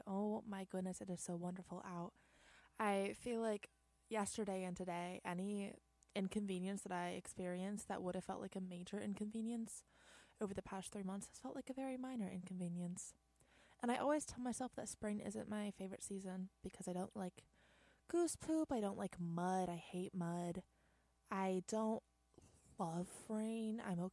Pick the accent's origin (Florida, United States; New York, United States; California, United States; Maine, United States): Maine, United States; also born or lived in Tennessee; I'm from Maine. I spent a lot of time in Tennessee though.